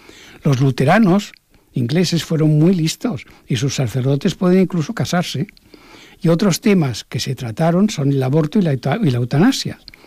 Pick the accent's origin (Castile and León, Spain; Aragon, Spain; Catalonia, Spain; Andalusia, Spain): Catalonia, Spain; Barcelona; Mira, yo soy catalán, soy de Barcelona